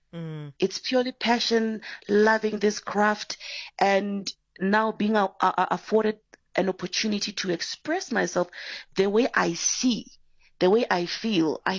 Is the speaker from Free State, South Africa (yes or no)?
no; Mahikeng, North West, South Africa; I'm from Mafikeng